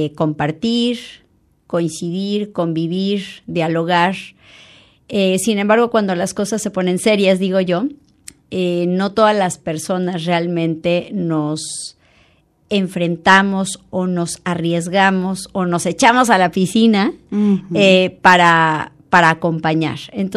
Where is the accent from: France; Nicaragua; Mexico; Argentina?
Mexico; moved away as an adult; now in Barcelona, Spain; soy una mujer mexicana que tiene más de 7 años viviendo en Barcelona.